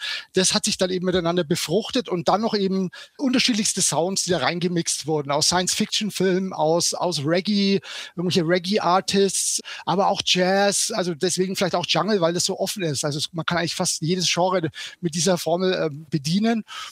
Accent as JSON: {"language": "German", "area": "Nuremberg", "region": "Bavaria", "country": "Germany", "said": "ich komme ja aus dem Nürnberger Land, so Nürnberg"}